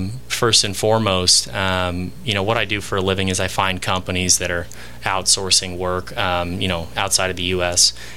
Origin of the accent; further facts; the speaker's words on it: Dallas, Texas, United States; now in Harrison, United States; growing up in Dallas, and, you know, spending all my summers here, visiting my grandparents, every single year of my life, you know, I would get dropped off here with my siblings when we got out for summer break.